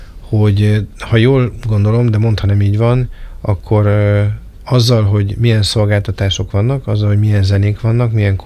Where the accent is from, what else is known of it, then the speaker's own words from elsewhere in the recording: Hungary; Végül is magyarok vagyunk.